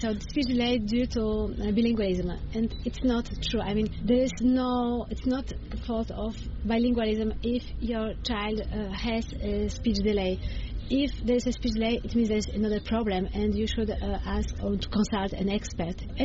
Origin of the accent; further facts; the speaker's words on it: Poland; first language Polish; English is a second language; as you said, Polish is my mother tongue